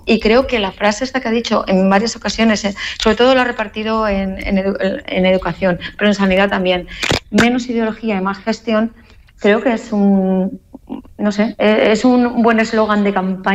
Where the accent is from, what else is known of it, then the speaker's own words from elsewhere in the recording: Alicante, Valencian Community, Spain; quizás soy como alicantina, como alicantina y como abogada